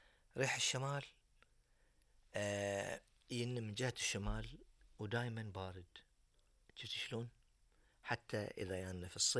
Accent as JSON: {"language": "Arabic", "country": "Bahrain", "said": "احنا نسميها معروفة عندنا في البحرين."}